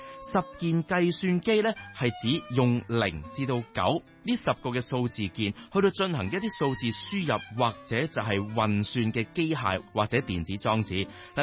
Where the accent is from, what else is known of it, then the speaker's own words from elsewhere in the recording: China; 即系我哋作为中国人都会觉得犀利